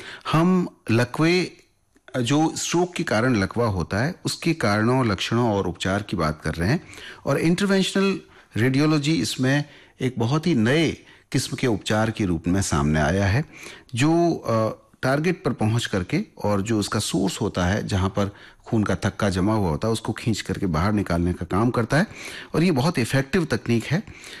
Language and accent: Hindi; Rajasthan, India; जो खाना हमारा मारवाड़ का पारंपरिक खाना है